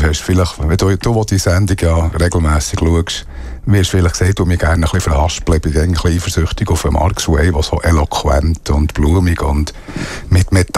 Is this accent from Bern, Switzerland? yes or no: yes; Thun, Bern, Switzerland; also born or lived in Ticino; Ich bin in Thun aufgewachsen und ich bin im Tessin aufgewachsen.